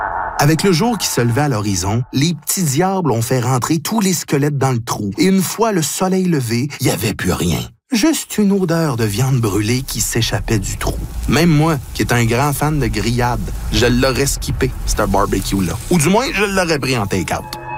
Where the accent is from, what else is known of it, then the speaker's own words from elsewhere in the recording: Canada; Pis cette théorie-là, elle se passe chez nous, au Canada. C'est à nous autres, ce mystère-là.